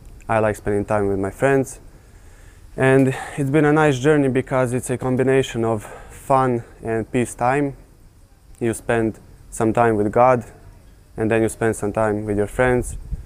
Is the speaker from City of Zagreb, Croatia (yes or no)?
no; Rijeka, Primorje-Gorski Kotar County, Croatia; I came from Rijeka, Croatia. I came here with my local church. This is my first time in Medjugorje.